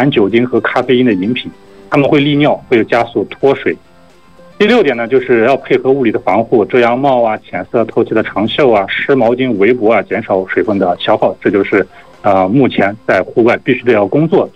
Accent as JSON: {"language": "Chinese", "region": "Xinjiang", "country": "China", "said": "像新疆咱们新疆这段时间这个高温呢"}